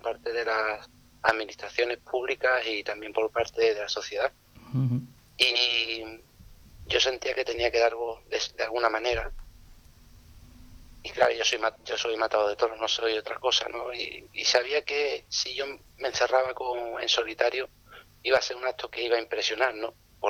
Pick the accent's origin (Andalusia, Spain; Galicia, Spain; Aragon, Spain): Andalusia, Spain; la provincia de Cádiz, que es mi tierra, que es maravillosa, de la isla, de Chiclana y de toda aquella zona